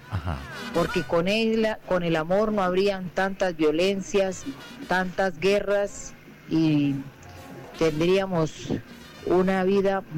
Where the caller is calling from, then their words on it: Colombia; desde Motilones.